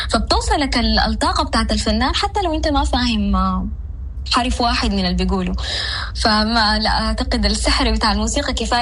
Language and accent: Arabic; Sudan; طيب أنا الفكرة الأساسية بالنسبة لي إنه إحنا كسودانيين إحنا ما معروفين للعالم